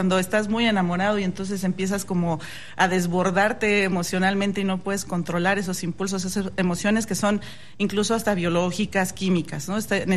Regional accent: Mexico; nuestro temperamento como mexicanos.

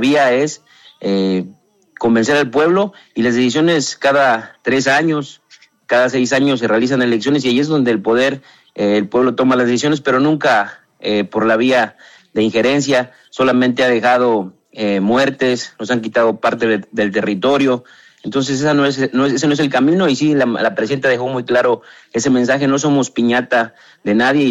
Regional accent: Mexico

